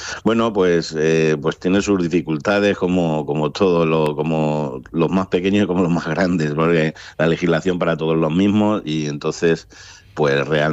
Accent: Castilla-La Mancha, Spain; Creo que te voy a vender mi pueblo, lo más bonito del mundo, de Castilla-La Mancha.

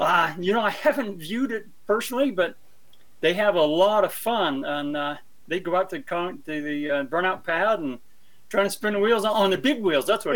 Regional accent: Salt Lake City, Utah, United States; also born or lived in Taylorsville, Utah; I was born in Salt Lake City.

